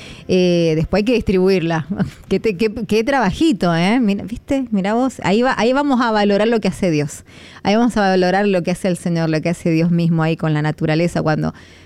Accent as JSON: {"language": "Spanish", "region": "Mendoza", "country": "Argentina", "said": "Bueno, nosotros, ¿qué podemos hacer como mendocinos, Señor? Manda nieve."}